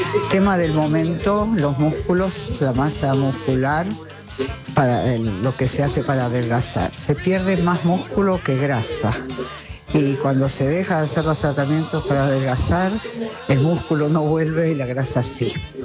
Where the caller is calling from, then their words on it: Buenos Aires, Argentina; de Devoto.